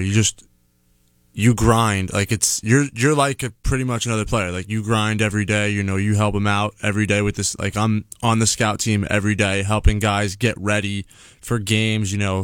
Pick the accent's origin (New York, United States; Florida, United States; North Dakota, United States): New York, United States; Suffern; So you know, I'm from Suffern, New York.